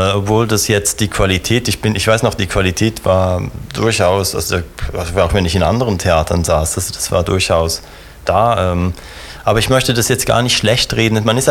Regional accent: Switzerland; Also ich bin Schweizer

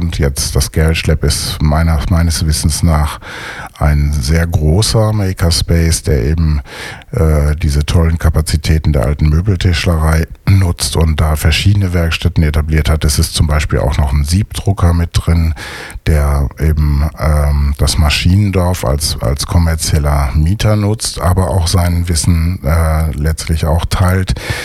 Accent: North Rhine-Westphalia, Germany; now in Düsseldorf, Germany; In meiner Heimatstadt im Ostwestfalen, da gibt es eine Schule, in der das regelmäßig stattfindet.

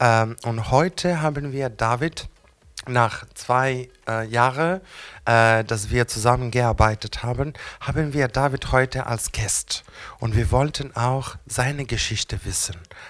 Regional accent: Greece; German is a second language; now in Düsseldorf, Germany; Ich komme aus Griechenland und ich bin seit 2017 in Düsseldorf.

